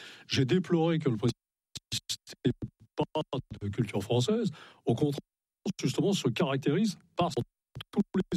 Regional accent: Brittany, France; Mais bien sûr, c'est pas parce que je suis breton que je ne fais pas partie.

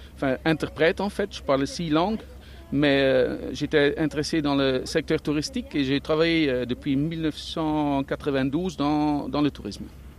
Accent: Belgium; moved away as an adult; now in Eidfjord, Norway; Je suis belge et je viens d'arriver ici en Norvège en 2013. Et j'habite à Eidfjord depuis 2015.

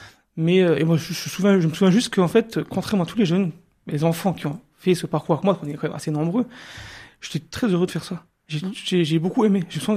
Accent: Sarreguemines, Grand Est, France; Je suis né là-bas, j'ai grandi là-bas. Moi, j'habite à Styrin maintenant, depuis 3 ans, mais je suis originaire de Sarreguemines, je connais toute la région de là-bas.

